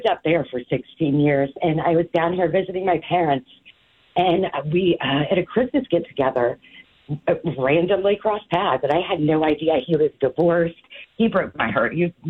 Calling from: Suffolk, Virginia, United States; I am calling you from Suffolk, Virginia.

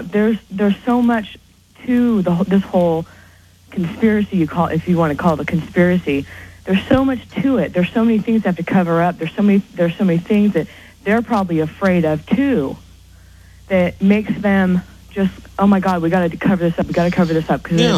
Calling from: California, United States; I'm calling from California.

